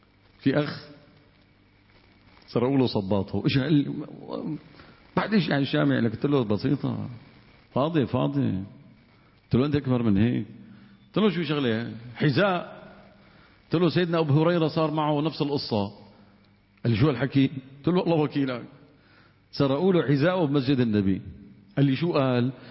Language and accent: Arabic; Syria; قلت له والله انا اتيت من سوريا.